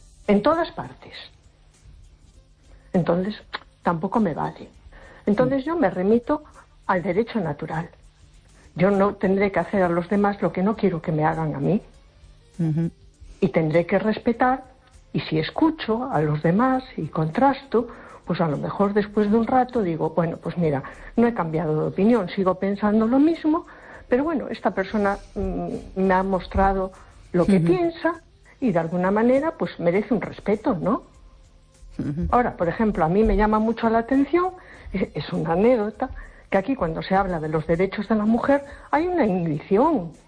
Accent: A Coruña, Galicia, Spain; Hola, buenas noches. … de Coruña.

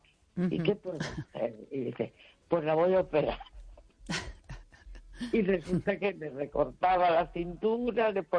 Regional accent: A Coruña, Galicia, Spain

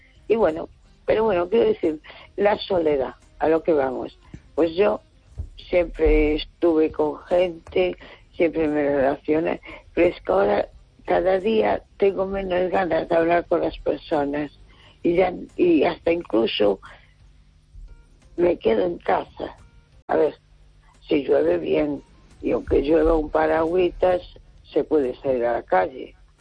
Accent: A Coruña, Galicia, Spain; Hola, buenas noches. Soy … de Coruña.

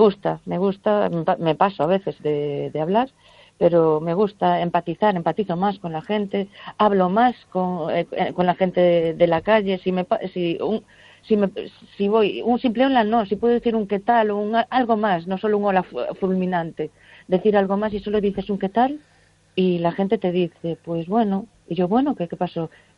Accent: Cortegada, Galicia, Spain; En Cortegada queremos hacer algo, en mi pueblo, y estamos así, pensando cositas

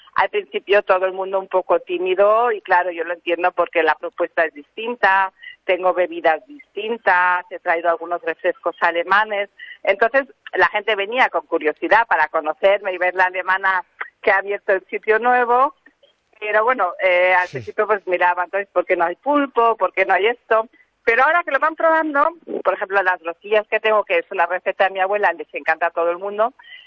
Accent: Spain; also born or lived in Germany; now in Laxe, Spain; Mis padres se mudaron a España cuando yo tenía un añito. Entonces uh-huh. He crecido en España y aquí, pues, toda la vida he ido al colegio aquí. Y luego, pues, he ido a vivir en muchos sitios

